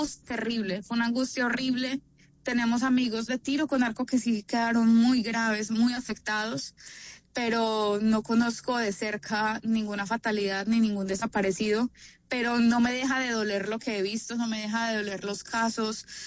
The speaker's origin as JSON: {"language": "Spanish", "town": "Pereira", "region": "Risaralda", "country": "Colombia", "moved": "yes", "lives_now": "Puerto Rico", "said": "somos dos pereiranos"}